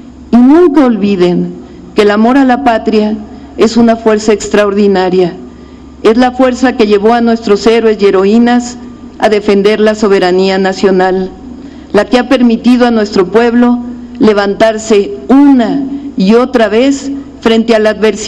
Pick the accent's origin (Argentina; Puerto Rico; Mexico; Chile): Mexico; somos mexicanas y mexicanos.